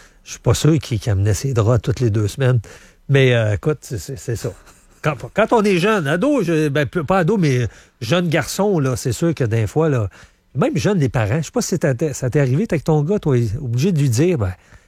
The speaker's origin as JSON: {"language": "French", "town": "Thetford Mines", "region": "Quebec", "country": "Canada", "tie": "born or raised there", "said": "c'est dans mon patelin, là, qui se présente, c'est Tetford Mines"}